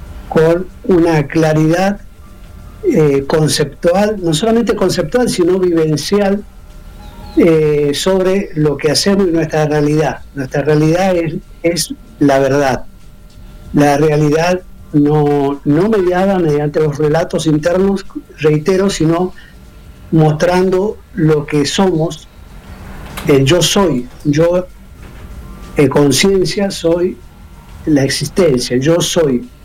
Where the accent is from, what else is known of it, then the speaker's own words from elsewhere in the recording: Mendoza, Argentina; moved away as an adult; now in Chile; Yo soy de Mendoza. Hace 20 años conocí a mi esposa, chilena, y ella me trajo.